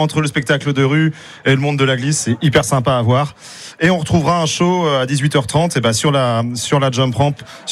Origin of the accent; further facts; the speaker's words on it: Normandy, France; chez nous dans la Manche